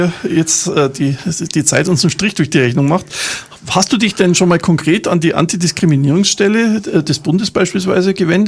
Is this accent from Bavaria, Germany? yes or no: yes; Bavaria, Germany; ich als geborener, gebürtiger Bayer